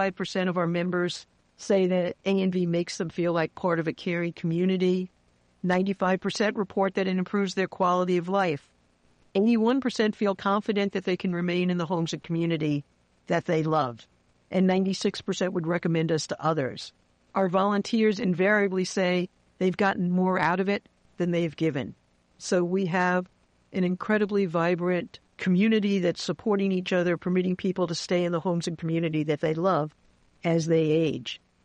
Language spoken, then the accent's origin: English; New York, United States; because I'm a New Yorker, so I talk fast